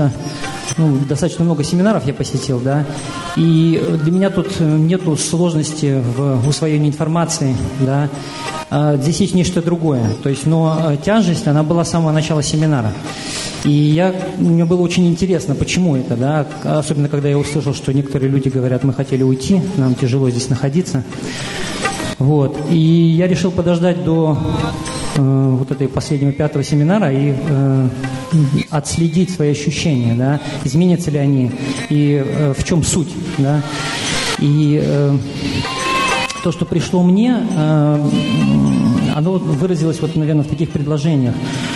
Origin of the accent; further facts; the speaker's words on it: Riga, Latvia; я из Риги.